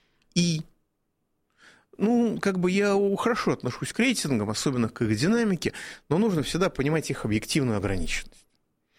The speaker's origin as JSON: {"language": "Russian", "region": "Moscow", "country": "Russia", "said": "Ну, как бы я москвич, но я очень много езжу по Московской области"}